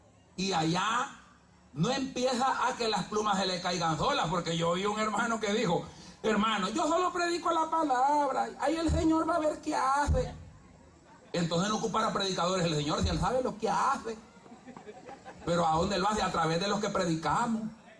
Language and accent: Spanish; El Salvador; also born or lived in Honduras; Yo tengo las dos naturalezas, pero no soy piligüey. Soy catracho por nacimiento, nada más sigo hecho luteca, no está mi ombligo allá, la tripa fue la que quedé del ombligo hablando aquí. Pero soy salvadoreño por crecimiento.